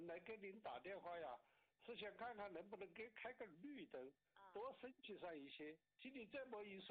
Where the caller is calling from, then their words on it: Sichuan, China; 哎，我就是四川这边的。